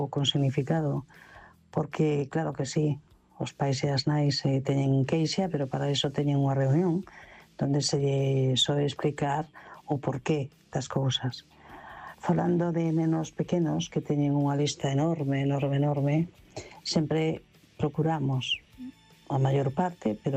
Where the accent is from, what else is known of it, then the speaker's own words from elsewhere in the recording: Vigo, Galicia, Spain; Hola, boa noite a todos.